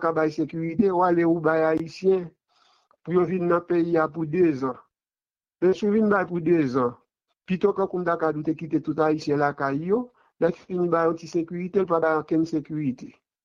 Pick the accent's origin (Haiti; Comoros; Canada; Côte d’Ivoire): Haiti; On est haïtien, c'est pas chita quand vous n'avez pas de paquet de monde.